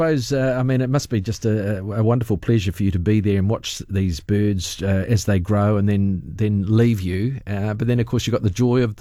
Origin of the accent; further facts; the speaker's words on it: South Island, New Zealand; even though I'm from the South Island